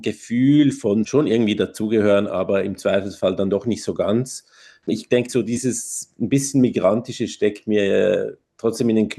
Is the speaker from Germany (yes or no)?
no; Switzerland; born there; Ich bin in der Schweiz geboren und meine Eltern sind auch in der Schweiz geboren. Wir sind aber jüdisch